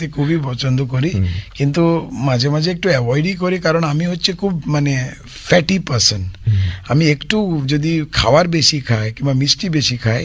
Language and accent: Bangla; Goa, India; moved away as an adult; now in Kolkata, India; আমি একজন গোয়ানিজ ছেলে কলকাতায় এসে